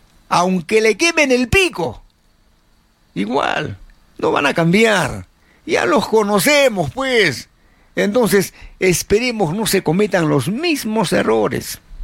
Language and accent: Spanish; Arequipa, Peru